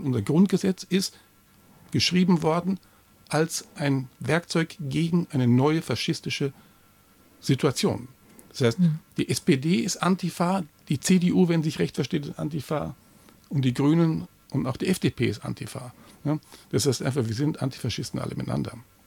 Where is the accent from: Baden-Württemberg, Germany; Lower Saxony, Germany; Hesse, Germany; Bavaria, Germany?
Bavaria, Germany